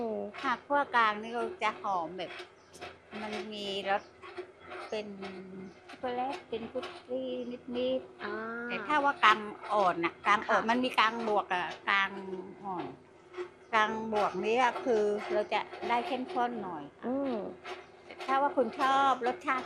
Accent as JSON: {"language": "Thai", "region": "Surat Thani", "country": "Thailand", "lives_now": "Ranong, Thailand", "said": "เป็นคนสุราษฎร"}